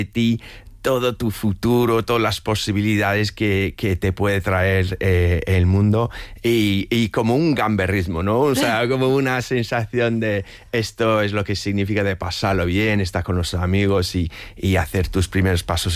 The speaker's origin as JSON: {"language": "Spanish", "country": "United Kingdom", "said": "Pues mira, yo soy el típico británico que mi infancia fue marcada por las vacaciones familiares en España"}